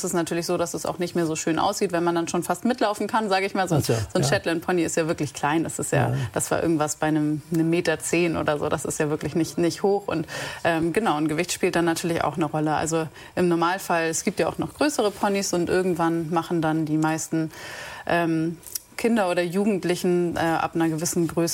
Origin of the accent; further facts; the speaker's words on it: Kronshagen, Schleswig-Holstein, Germany; also born or lived in Kiel; Ich bin in Ottendorf groß geworden, beziehungsweise genau an der Grenze zwischen Ottendorf und Kunzhagen. Das heißt, ich bin schon direkt in Kunzhagen aufgewachsen im Prinzip.